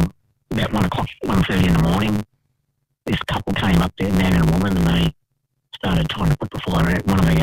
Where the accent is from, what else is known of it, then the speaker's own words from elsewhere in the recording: Melbourne, Victoria, Australia; Well, I grew up in Fitzroy, Melbourne, but my mum is Gunai Kanai and Guantanamo or Western Districts of Victoria, Kulin Nation, basically.